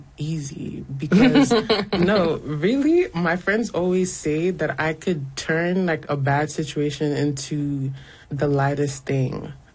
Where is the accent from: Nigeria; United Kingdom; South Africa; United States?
Nigeria; now in Canada; I feel like growing up in Nigeria is its own world. Stepping out of Nigeria and coming to Canada